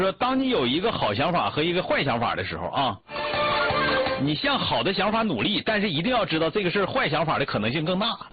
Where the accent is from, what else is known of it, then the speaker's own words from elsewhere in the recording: Northeast China, China; 就咱们东北人不就，东北人常说的话